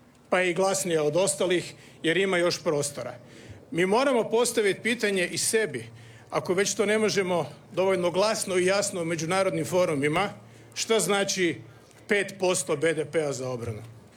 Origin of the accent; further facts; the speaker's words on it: Croatia; Ja sam predsjednik Hrvatske, ja sam Hrvat